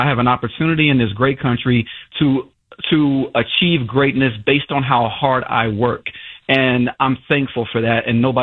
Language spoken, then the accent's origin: English; Chicago, Illinois, United States; I grew up in Chicago in the 90s. Almost all of my teachers were African American women.